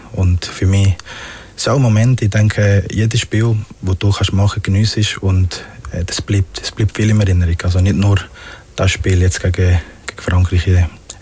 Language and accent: German; Magdalena, Colombia; born or raised there; now in Switzerland